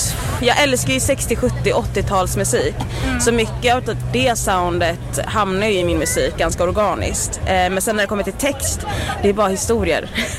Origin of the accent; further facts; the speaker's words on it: Gothenburg, Västra Götaland County, Sweden; Jag är ju från Göteborg